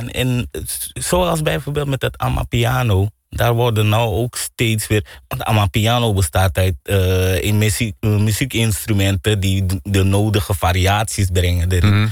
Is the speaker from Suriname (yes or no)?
yes; Suriname; Iedereen weet dat wij als Surinamers gastvrij zijn.